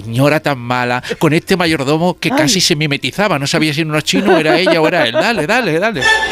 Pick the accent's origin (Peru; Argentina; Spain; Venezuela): Spain; Cádiz, Andalusia; porque en mi pueblo, en Cádiz, entraba lava, derretía por las ventanas, un calor tremendo